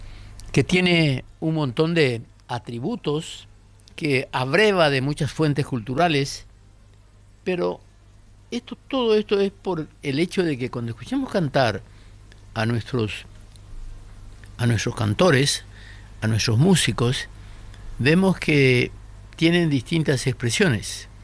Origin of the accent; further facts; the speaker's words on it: Paraguay; a mí también me dicen: pero vos no hablas como paraguayo. Yo creo que sí. El problema es que yo hablo distinto.